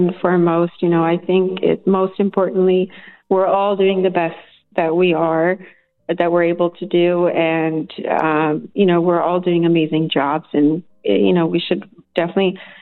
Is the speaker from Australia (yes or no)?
no; Canada; now in United States; I moved from New Jersey about 2 years ago down here to the Prosper area.